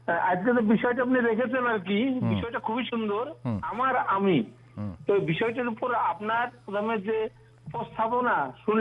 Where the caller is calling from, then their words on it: Baharampur, West Bengal, India; আমি পশ্চিমবঙ্গের মুর্শিদাবাদ জেলার বহরমপুর থেকে … বলছি দাদা।